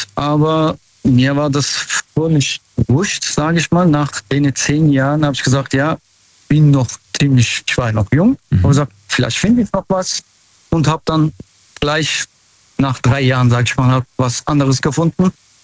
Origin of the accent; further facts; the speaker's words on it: Mannheim, Baden-Württemberg, Germany; Aus Mannheim.